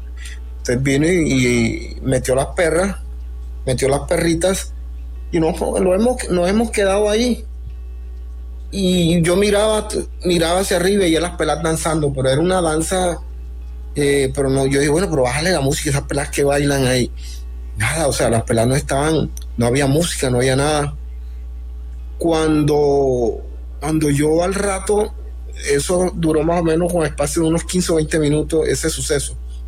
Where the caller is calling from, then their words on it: Sincelejo, Sucre, Colombia; de acá de la ciudad de Sincelejo.